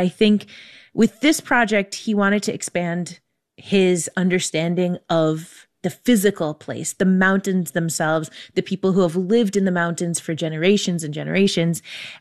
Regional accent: New Haven, Connecticut, United States; I grew up Puerto Rican in New Haven, Connecticut. And I felt this way a lot, like, because I struggle with Spanish sometimes.

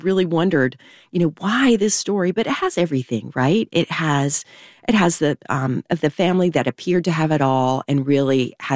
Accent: the South, United States; I was bound and determined as a Southerner myself

